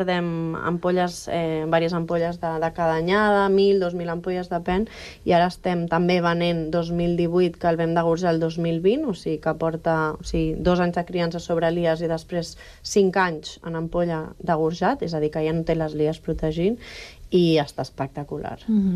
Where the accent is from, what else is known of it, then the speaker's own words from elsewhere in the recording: Catalonia, Spain; I hauria de ser una pansa blanca, no? que és la varietat que més representa l'ella, que és d'on soc jo